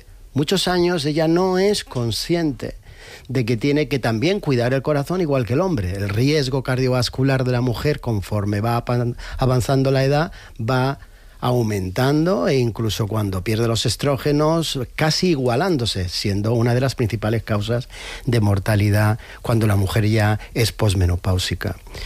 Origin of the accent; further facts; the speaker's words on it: Jaén, Andalusia, Spain; En mi tierra, en Jaén, me regañaron un día porque dije aceite de oliva virgen extra.